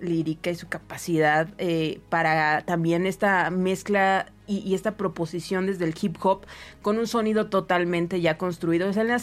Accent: Monterrey, Nuevo León, Mexico; O sea, somos de Monterrey y estábamos en este marco temporal

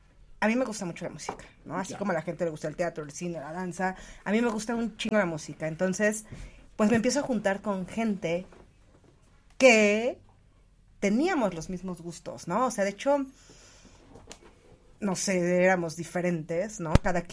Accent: Ecatepec, State of Mexico, Mexico; yo nací, crecí en Ecatepec.

